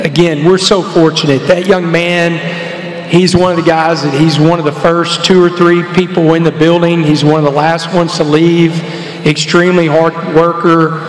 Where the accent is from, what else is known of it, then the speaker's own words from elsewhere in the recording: Texarkana, Texas, United States; born there; I'm a Texan. I was born in Texarkana, Texas, in Wadley Regional Medical Center in 1971.